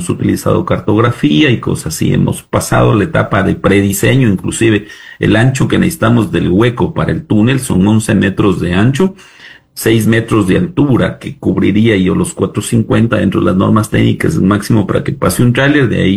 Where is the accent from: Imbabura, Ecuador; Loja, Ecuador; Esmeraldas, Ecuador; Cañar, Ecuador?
Loja, Ecuador; Te hablo de mi tierra, de Celica, de Alamó, Puyango, Pindal, Zapotillo, Macarazo, Soranga.